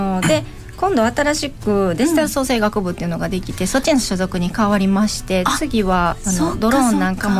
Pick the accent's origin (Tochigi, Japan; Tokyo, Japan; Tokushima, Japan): Tokushima, Japan; 徳島です。